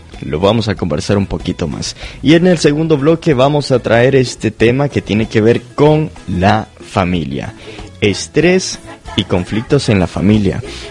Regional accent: Nicaragua; now in Washington metropolitan area, United States; En lo particular, soy de Nicaragua

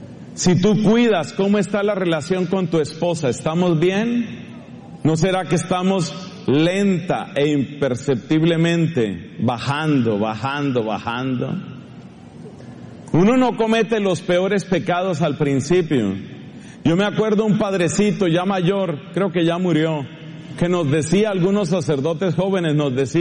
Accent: Colombia; now in Ireland; Y yo, como colombiano, le tengo mucho cariño al plátano, y me estaba haciendo falta porque los irlandeses no comen plátano, no saben de eso.

